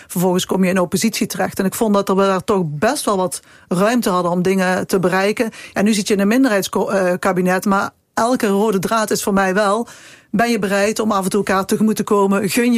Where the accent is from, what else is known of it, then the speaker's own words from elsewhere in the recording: Peel, Netherlands; Ja, kijk, ik kom uit de Peel.